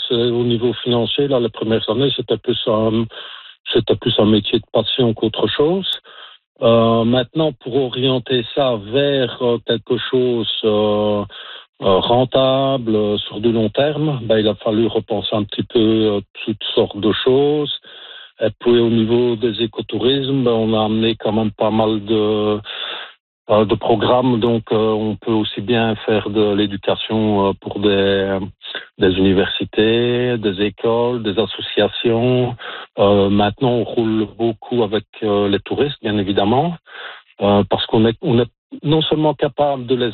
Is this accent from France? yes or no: no; Belgium; moved away as an adult; Oh ben, depuis que nous sommes venus de Belgique, là, il y a 18 ans.